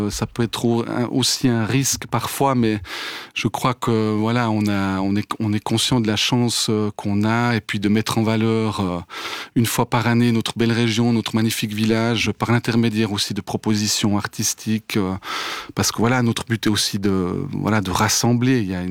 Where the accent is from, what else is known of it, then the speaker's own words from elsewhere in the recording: La Chaux-du-Milieu, Neuchâtel, Switzerland; Oui, je suis un habitant du village, je suis né à la Chaux-du-Milieu, et puis c'est vrai que dès l'enfance, j'ai été bercé vraiment par l'ambiance du Korbach Festival